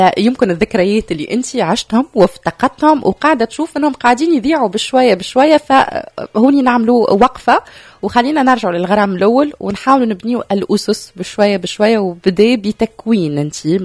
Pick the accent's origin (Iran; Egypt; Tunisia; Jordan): Tunisia; التنوع اللي عندنا في تونس الكل